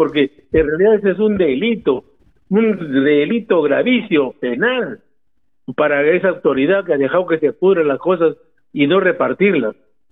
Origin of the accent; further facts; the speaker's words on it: Olmos, Lambayeque, Peru; Falta patriotismo de la patria chica que es nuestro Olmos.